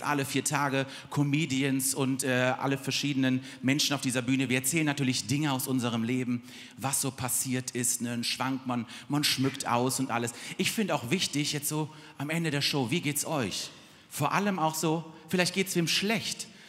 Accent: Cologne, North Rhine-Westphalia, Germany; Ich bin, wie man das vielleicht ein bisschen hören kann, ich bin aus Köln und heute extra hier so angereist mit der Deutschen Bahn.

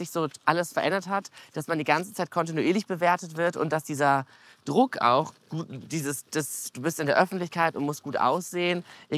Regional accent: Herne, North Rhine-Westphalia, Germany; also born or lived in Hamburg; now in Berlin, Germany; Davor noch in Hamburg gewohnt und davor komme ich aus dem Ruhrgebiet, aus Herne.

